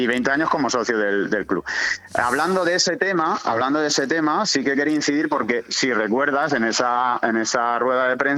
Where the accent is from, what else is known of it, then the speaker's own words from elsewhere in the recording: Albatera, Valencian Community, Spain; Lógicamente, muy vecino mío, de la Vega Baja. Sí. Yo sabes que soy de Albatera.